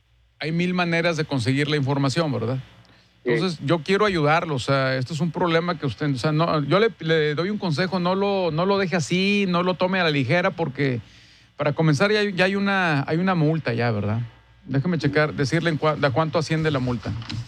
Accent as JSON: {"language": "Spanish", "country": "Mexico", "said": "¿Por qué somos así los mexicanos cuando se nos viene una bronca?"}